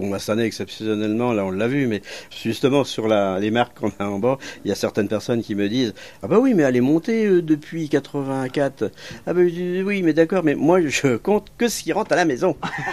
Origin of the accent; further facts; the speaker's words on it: France; Du cru, tout à fait. Je suis né à la Patache. J'ai vécu à la Patache. C'est mon arrière-grand-père qui a acheté une partie de la maison à l'époque.